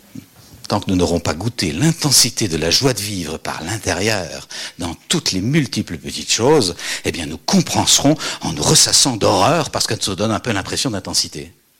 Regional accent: Belgium; Moi, je viens de Belgique. J'ai pas eu le moindre attentat, pas de champ de mine. On est en paix depuis 70 ans.

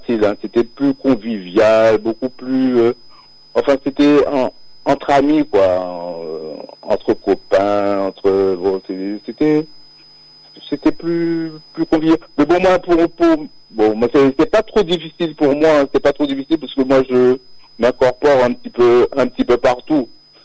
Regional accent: Paris, Île-de-France, France; born there; comme je suis d'origine originaire de la Martinique, je suis né sur Paris, de Val-de-Marne.

